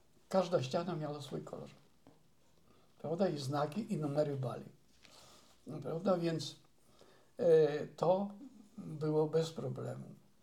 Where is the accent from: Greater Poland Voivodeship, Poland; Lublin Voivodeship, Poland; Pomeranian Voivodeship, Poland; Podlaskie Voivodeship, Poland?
Podlaskie Voivodeship, Poland; Czyże; moved away; ja w Czyżach się wychowałem